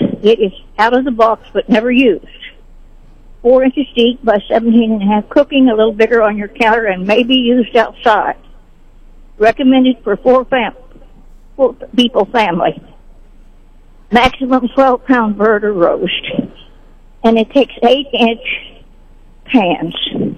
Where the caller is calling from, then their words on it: Sedalia, Missouri, United States; I'm calling from Sedalia.